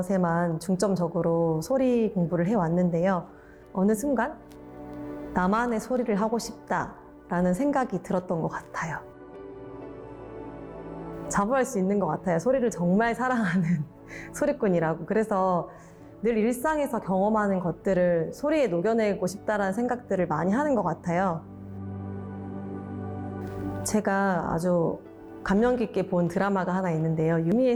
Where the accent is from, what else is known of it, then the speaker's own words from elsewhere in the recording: Jeonju, North Jeolla, South Korea; 저는 전라북도 전주가 고향이고요.